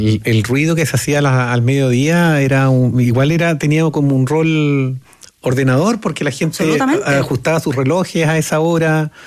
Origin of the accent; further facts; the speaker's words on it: Talcahuano, Biobío, Chile; Yo soy de Talcahuano.